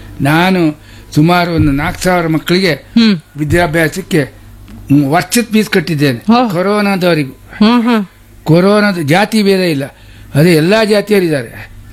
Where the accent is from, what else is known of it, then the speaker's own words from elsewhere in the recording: Koteshwara, Karnataka, India; accent: Kundapura Kannada; moved away; ನಮ್ಮೂರಿನವ್ರದ್ದು Koteshwara ಮಾಗಣಿ